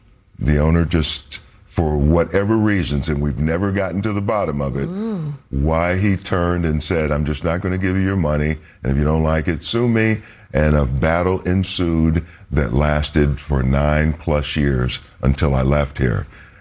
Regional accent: St. Paul, Minnesota, United States; I grew up in Minnesota, in nice people. Great, you know, I had a great upbringing, St. Paul, Minnesota

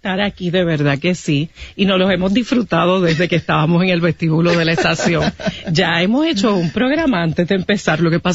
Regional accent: Guaynabo, Puerto Rico; la escuela de este mismo pueblo de Guaynabo, donde está la estación, la escuela Margarita Janer Palacios, de donde yo me gradué

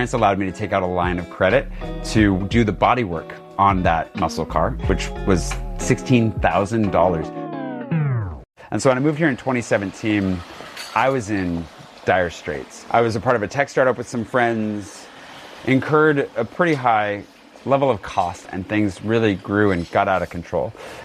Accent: Pullman, Washington, United States; moved away as an adult; now in Paris, France; I grew up in Pullman, Washington, a university town in eastern Washington so close to Idaho that you could hit it with a potato. The downside was that there was nothing to do except party and drink, which is unfortunately what the town is known for

